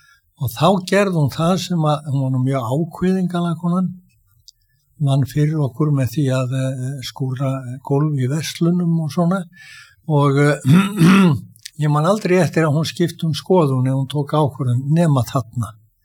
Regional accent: Reykjavík, Capital Region, Iceland; ég er uppalinn sko í Brekkakörfinni í Skólavörðaholti og var bjóð þar fram undir fermingaraldur.

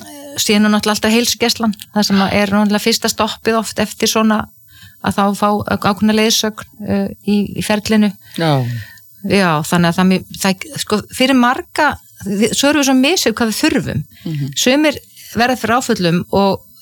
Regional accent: Ísafjörður, Westfjords, Iceland; ég óttaðist sjóin sem kannski líka tengist því að ég alveg upp á Ísafirði þar sem voru tíu sjóslis

